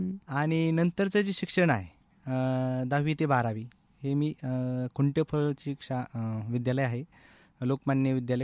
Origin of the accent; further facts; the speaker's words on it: Wahira, Maharashtra, India; माझं जे गाव आहे ते वाहेरा आहे, आष्टी तालुक्यामध्ये, बीड जिल्ह्यामध्ये, म्हणजे मी मराठवाड्यामध्ये मरतो. तर एकदम ग्रामीण भागामध्ये माझं गाव आहे. जसं बालपण हे आनंदात सुखातच असतं, तसं माझं बालपण हे अतिशय चांगल्या पद्धतीने झालं.